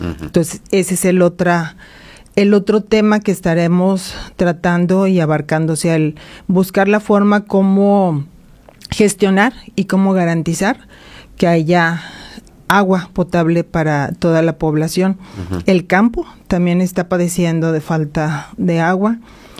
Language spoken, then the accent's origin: Spanish; Matamoros, Mexico; soy de Matamoros, sí, soy de Matamoros.